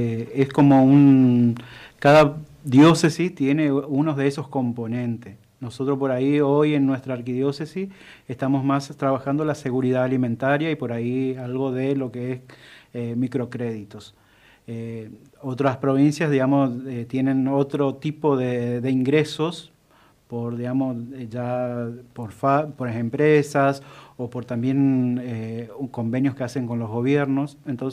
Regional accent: Argentina

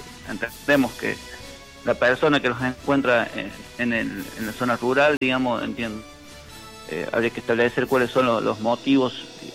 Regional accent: Oliva, Córdoba, Argentina; now in Hernando, Argentina; yo soy nativo de Oliva

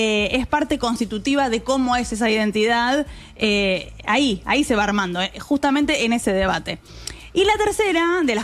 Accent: Argentina; estamos hablando de la Argentina y somos argentinos

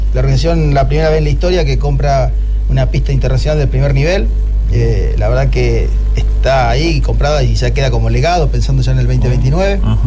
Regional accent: Santa Fe, Argentina; Y como santafesino, la verdad que logramos que, bueno, que el canotaje se colme de gente ahí

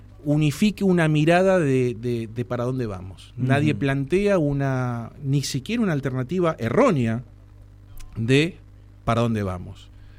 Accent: Tierra del Fuego, Argentina; A ver, nosotros realmente somos fueguinos

